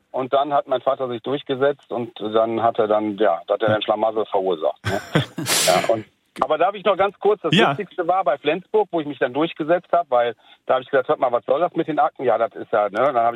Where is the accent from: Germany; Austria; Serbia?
Serbia; Das ist aus dem Balkan, sprich es gibt tatsächlich Kroaten, die so heißen. Ich bin selber Serbe und es gibt also serbischstämmig